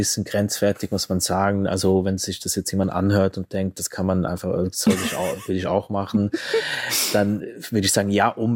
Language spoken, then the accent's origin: German; Switzerland; ich bin auch Schweizer